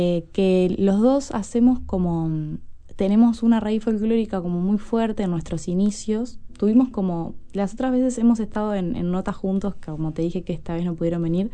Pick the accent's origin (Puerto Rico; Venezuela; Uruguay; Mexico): Uruguay; Canelones; yo soy de Canelones.